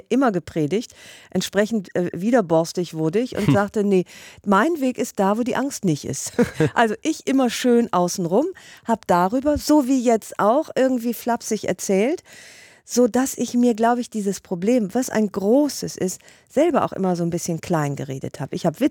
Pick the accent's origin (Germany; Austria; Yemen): Germany; Rhineland; also born or lived in Hungary; weil ich bin ja Rheinländerin und Ungarin